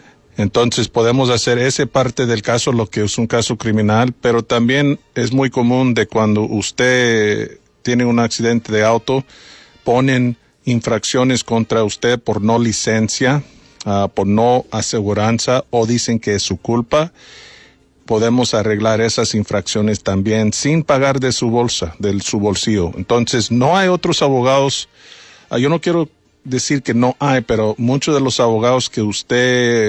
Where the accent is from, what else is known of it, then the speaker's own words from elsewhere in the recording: Bryan, Texas, United States; Yo nací aquí en Bryan. Yo gradué de Bryan High School, fui a Texas A&M y regresé a mi pueblo.